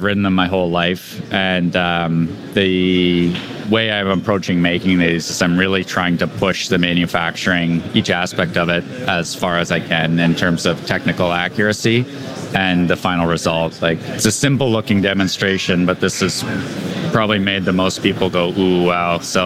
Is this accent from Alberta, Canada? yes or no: no; Ontario, Canada; Sorry, no, I'm from just outside of Toronto.